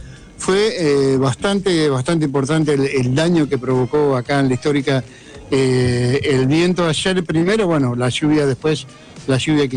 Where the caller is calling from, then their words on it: Concepción del Uruguay, Entre Ríos, Argentina; yo no recuerdo uno tan fuerte aquí en nuestra ciudad a lo largo de mi vida